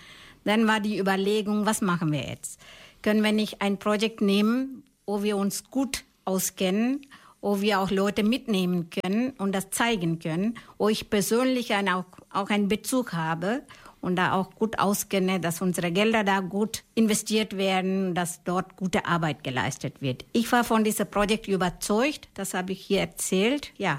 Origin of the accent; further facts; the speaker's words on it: Kerala, India; now in Germany; Viele mittellose Kinder und Frauen und Erwachsene in meiner Heimat in Indien und Kerala. Von meinem Heimatort nur 3 Kilometer entfernt.